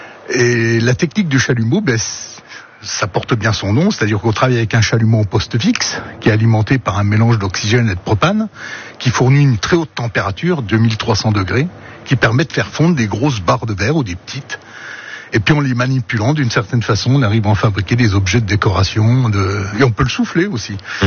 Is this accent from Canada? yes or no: no; Baccarat, Grand Est, France; born there; now in Biot, France; Je suis né à Baccarat.